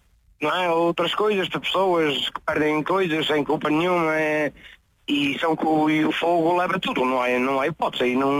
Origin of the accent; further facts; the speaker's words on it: Cheiros, Norte, Portugal; A minha formação inicial e a minha carreira inicial foi na minha aldeia, nos bombeiros voluntários de Cheiros.